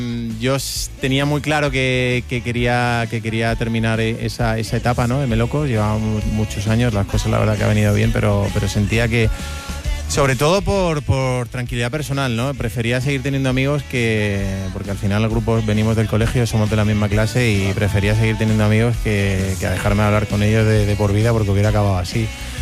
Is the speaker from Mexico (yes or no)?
no; Cádiz, Andalusia, Spain; Siempre he estado, yo desde que salí de mi casa de Cádiz, siempre he estado rodeado de música